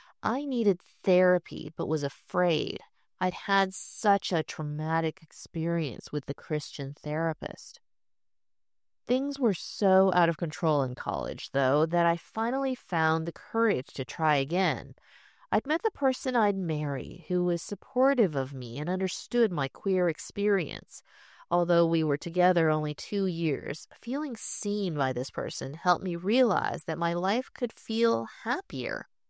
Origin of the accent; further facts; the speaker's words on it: Columbia, Missouri, United States; I'd always felt different growing up in Columbia, Missouri, and was bullied for being too sensitive.